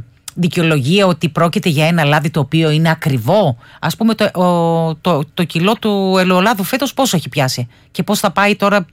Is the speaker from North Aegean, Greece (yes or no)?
yes; Mytilene, North Aegean, Greece; εγώ είμαι και από τη Μυτιλήνη